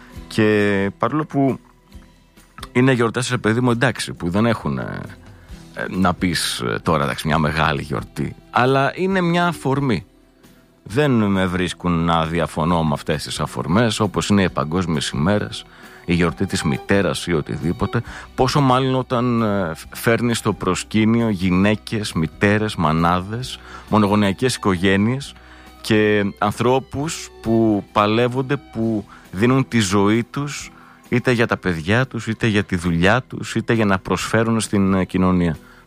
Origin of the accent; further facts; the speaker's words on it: Northern Greece, Greece; ως βορειοελλαδίτης επιτρέψτε μου να έχω μια λίγο παραπάνω οικειότητα με τις μπάντες της Θεσσαλονίκης και της Βορειοελλάδος